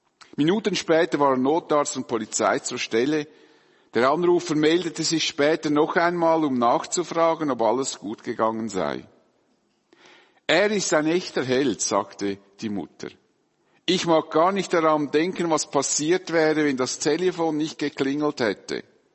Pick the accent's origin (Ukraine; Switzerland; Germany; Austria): Switzerland; Dietikon, Zurich; born or raised there